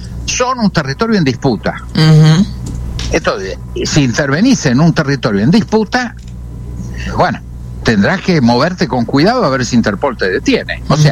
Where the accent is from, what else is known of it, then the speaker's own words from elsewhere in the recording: Argentina; yo estudié en Estados Unidos. Fui 2 veces embajador argentino en Estados Unidos.